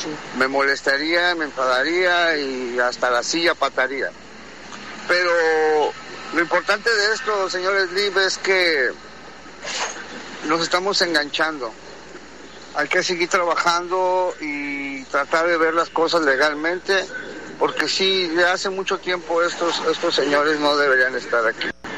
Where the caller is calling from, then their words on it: Mexico; todos somos mexicanos.